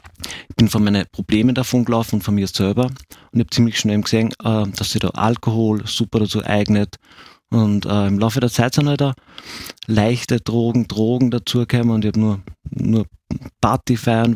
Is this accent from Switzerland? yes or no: no; Gmunden, Upper Austria, Austria; ich bin in Gmunden aufgewachsen, geboren und aufgewachsen, und ich habe eine wunderschöne Kindheit gehabt. Ich war Ministrant von 6 bis 14